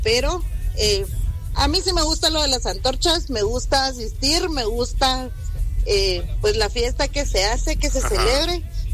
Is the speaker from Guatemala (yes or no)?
yes; Guatemala; es algo que nos une como guatemaltecos.